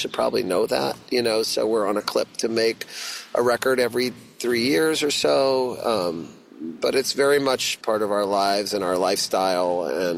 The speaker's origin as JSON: {"language": "English", "region": "Texas", "country": "United States", "said": "Well, I'm actually from Texas, and we didn't have the salmon in Texas."}